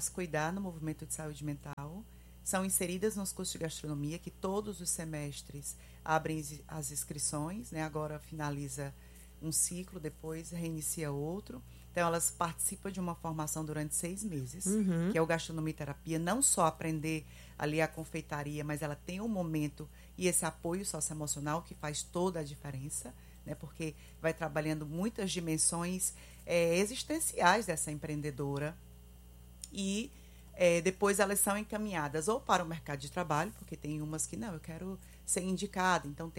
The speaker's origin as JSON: {"language": "Portuguese", "country": "Brazil", "tie": "born or raised there", "said": "nasci no Bom Jardim, eu tenho 40 anos e moro lá."}